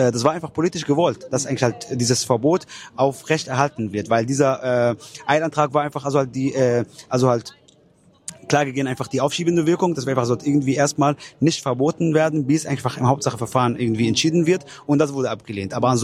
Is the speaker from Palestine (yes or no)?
yes; Palestine; weil die Palästinenser bzw. ich auch als Palästinenser haben das Recht eigentlich auf Rückkehr nach Palästina